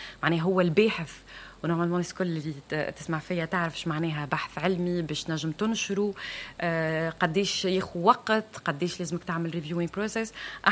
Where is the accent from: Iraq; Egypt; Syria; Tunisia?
Tunisia; من خيرة ما عندنا في تونس